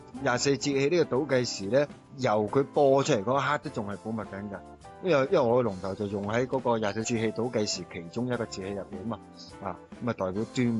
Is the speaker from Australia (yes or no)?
no; Guangdong, China